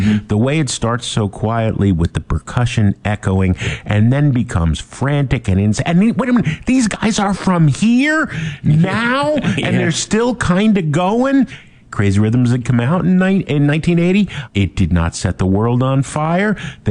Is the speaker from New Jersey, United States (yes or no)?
yes; Jersey City, New Jersey, United States; also born or lived in Hoboken; And so I grew up in Jersey City in Hoboken.